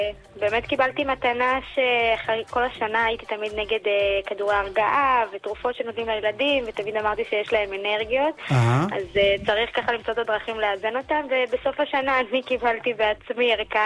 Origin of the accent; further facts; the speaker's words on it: Kfar Saba, Central District, Israel; מכפר סבא.